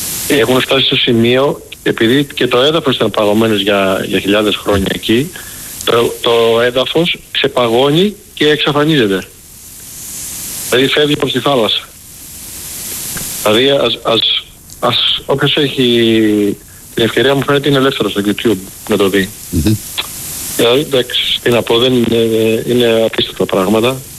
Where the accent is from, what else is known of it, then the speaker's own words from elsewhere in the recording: Patras, Western Greece, Greece; now in Chicago, United States; ήμουν στο χωριό μου στην Πάτρα